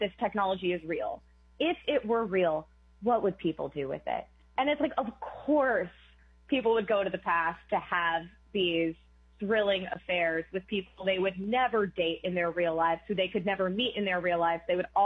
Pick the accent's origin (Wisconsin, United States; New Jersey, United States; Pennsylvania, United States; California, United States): New Jersey, United States; I'm from New Jersey.